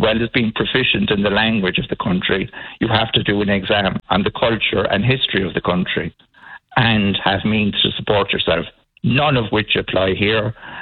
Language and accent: English; Ireland; I'm very proud to be Irish